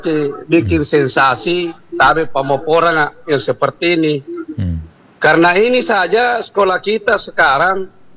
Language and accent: Indonesian; South Sulawesi, Indonesia; Karena memang di dalam kita orang Bugis Makassar itu ada memang di dalam hancurnya sebuah negara